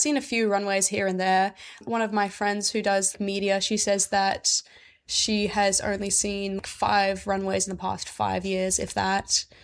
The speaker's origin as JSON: {"language": "English", "region": "England", "country": "United Kingdom", "moved": "yes", "lives_now": "Brisbane, Australia", "said": "I'm from England."}